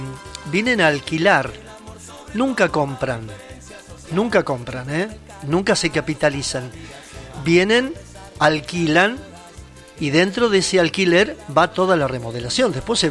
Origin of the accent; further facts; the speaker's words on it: Argentina; yo me crié ahí en Maipú, casi esquina 25 de Mayo